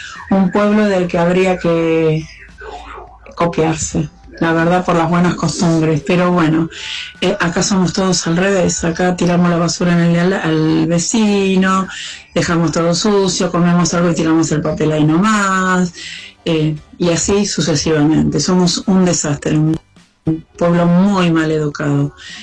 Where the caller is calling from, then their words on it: Ingeniero Maschwitz, Buenos Aires Province, Argentina; de Escobar, ingeniero mayor.